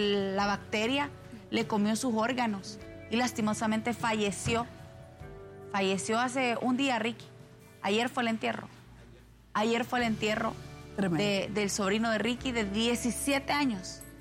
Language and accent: Spanish; Honduras; hablo de Honduras porque aquí estamos nosotros